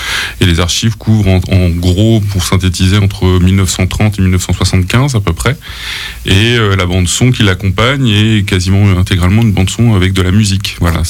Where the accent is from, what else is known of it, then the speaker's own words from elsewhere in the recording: Venansault, Pays de la Loire, France; now in Poitiers, France; Alors moi j'habite à Poitiers, mais en fait je suis originaire d'une commune à côté de La Roche-sur-Yon qui s'appelle Venanceau.